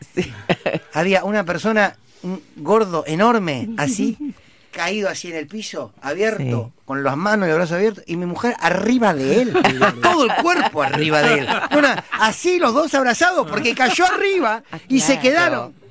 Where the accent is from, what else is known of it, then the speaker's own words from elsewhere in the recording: Argentina; somos una familia argentina.